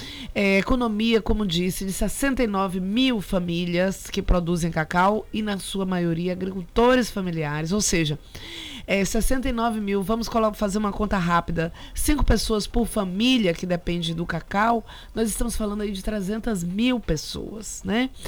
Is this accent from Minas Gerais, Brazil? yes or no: no; Itabuna, Bahia, Brazil; now in Ilhéus, Brazil; eu fui criada aqui em Itabuna, até os 19 anos. Hoje eu moro em Ilhéus.